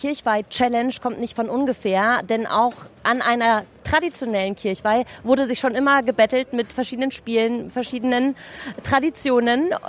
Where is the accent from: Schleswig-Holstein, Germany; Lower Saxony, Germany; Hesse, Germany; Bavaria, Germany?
Bavaria, Germany; ich komme aus Oberbayern